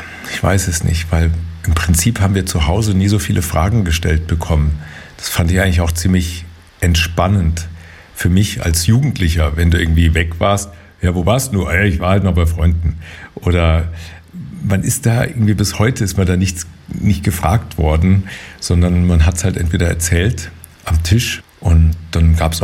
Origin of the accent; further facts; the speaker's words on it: Hesse, Germany; accent: Hessian; Auf Hessisch so Topfgucker.